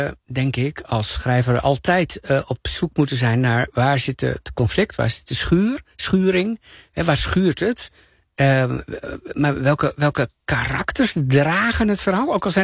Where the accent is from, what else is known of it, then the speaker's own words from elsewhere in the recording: Drenthe, Netherlands; Ik kom uit Drenthe.